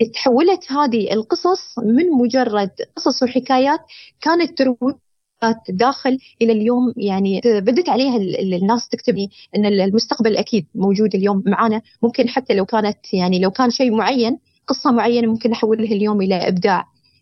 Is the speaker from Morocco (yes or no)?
no; United Arab Emirates; أنت لما تدخل في سوق العمل يعني خاصة أنا أتكلم عن بلدي الإمارات